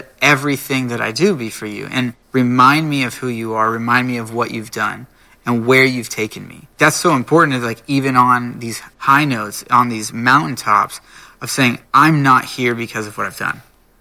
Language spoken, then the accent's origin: English; California, United States; born there; I was born in California instead of a third world country.